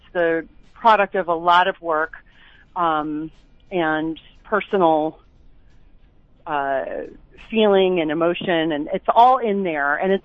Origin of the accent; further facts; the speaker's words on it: Chicago, Illinois, United States; moved away; I'm from Chicagoland.